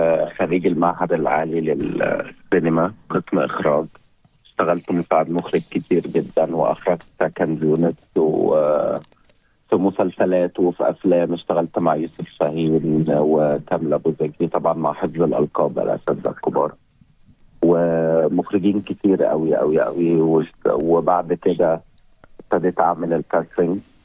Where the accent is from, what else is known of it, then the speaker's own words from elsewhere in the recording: Egypt; عندنا في مصر